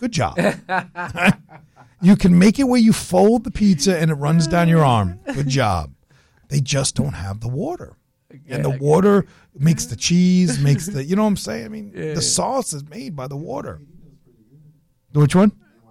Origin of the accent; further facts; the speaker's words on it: New York, United States; moved away; also born or lived in Chicago; I'm born and raised in New York.